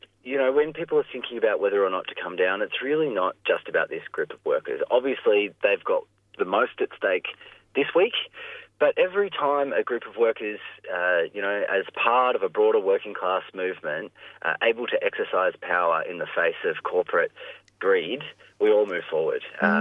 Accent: New South Wales, Australia; now in Melbourne, Australia; I'm from New South Wales where you can't get Savoys

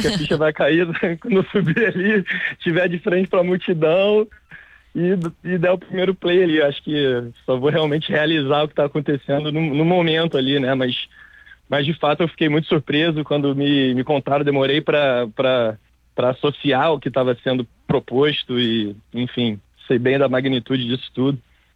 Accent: Rio de Janeiro, Brazil; Rio de Janeiro, praia de Copacabana. Sou nascido e criado aqui.

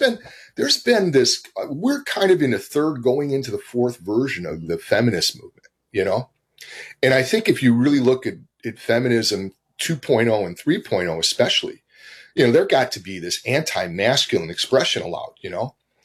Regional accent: the South, United States; I grew up was born in the Jim Crow South.

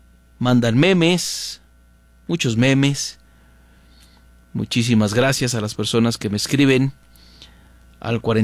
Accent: Morelia, Michoacán, Mexico; a todas y a todos los que somos de Morelia

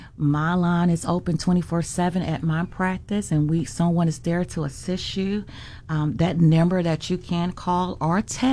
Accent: Atmore, Alabama, United States; my hometown being just down the road in Atmore. That's where I was born and raised.

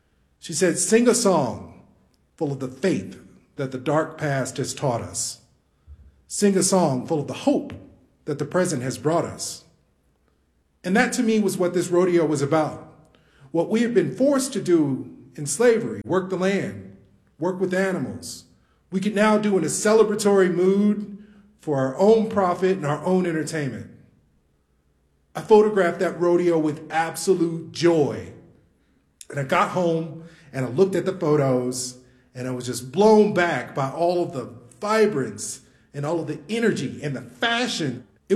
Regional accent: Kansas City, Kansas, United States; I said, I'm from Kansas City, Kansas. Where about? He said, oh, I live just off of 58th in Georgia. I grew up off of 57th in Georgia.

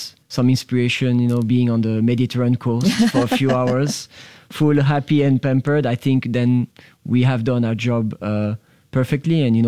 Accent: Switzerland; moved away; I'm originally from Switzerland

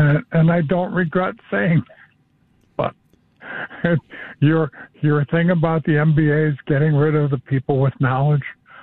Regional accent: Chicago, Illinois, United States; I'm from Chicago, so it's a prominent school.

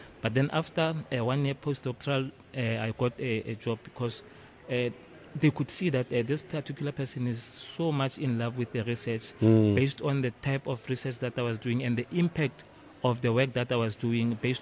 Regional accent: Mahikeng, North West, South Africa; Home, I'm from Northwest, I'm from Mafikeng

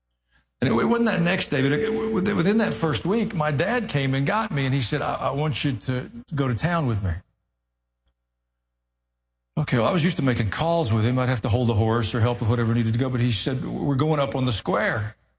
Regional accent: Tennessee, United States; born or raised there

